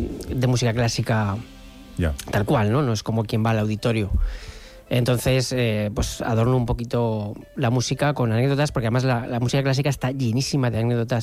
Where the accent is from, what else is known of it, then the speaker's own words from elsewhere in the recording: Aragon, Spain; Soy poco profeta casi en mi tierra.